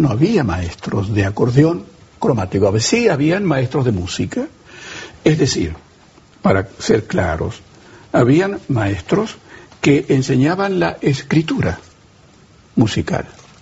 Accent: Argentina; moved away; Sabían que yo era argentino

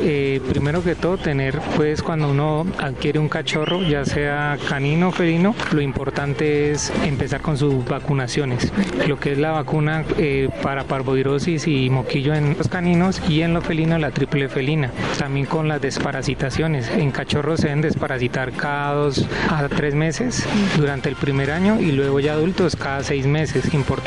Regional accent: Mondomo, Cauca, Colombia; Yo soy de Mondomo, Cauca.

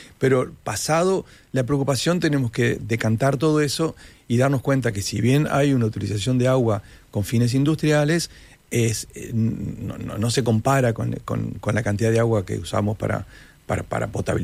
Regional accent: Uruguay

